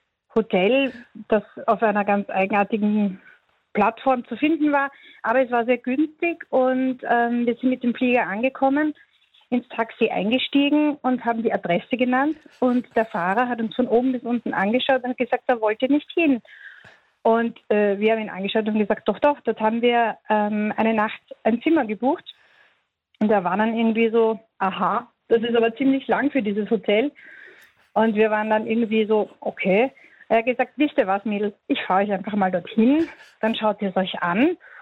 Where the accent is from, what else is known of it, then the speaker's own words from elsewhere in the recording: Vienna, Austria; now in Hamburg, Germany; Weil wir haben natürlich gedacht, als Wiener haben wir uns gedacht, St. Pauli ist vielleicht ein schwieriger Bezirk